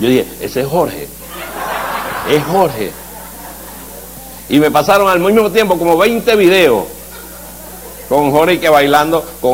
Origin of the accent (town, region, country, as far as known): Venezuela